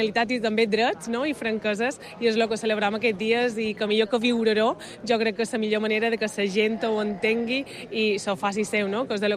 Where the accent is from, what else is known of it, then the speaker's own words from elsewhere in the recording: Balearic Islands, Spain; Perquè forma part de la història de Mallorca, de saber qui som i com a mallorquins